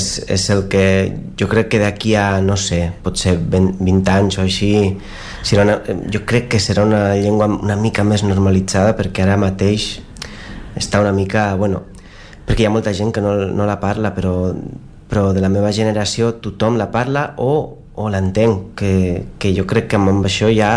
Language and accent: Catalan; Lasarte-Oria, Basque Country, Spain; Catalan is a second language; moved away; jo sóc d'un poble, de fet, sóc d'un poble que es diu La Sarte, però ningú el coneix i llavors dic que sóc de Sant Sebastià, que és una mica més, més fàcil de conèixer, però és l'Estraradi